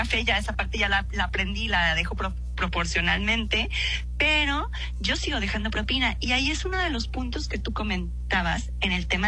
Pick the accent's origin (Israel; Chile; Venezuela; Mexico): Mexico; moved away as an adult; now in Spain; los mexicanos hemos aprendido a ser un poco más cautelosos